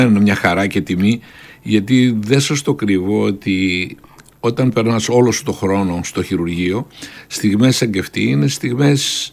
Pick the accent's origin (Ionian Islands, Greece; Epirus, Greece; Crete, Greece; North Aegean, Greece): North Aegean, Greece; Polichnitos; Γεννήθηκα λοιπόν στο Πολυχνίτο της Λέσβου. Έκανα εκεί τα μαθητικά μου χρόνια, τα γυμνασιακά.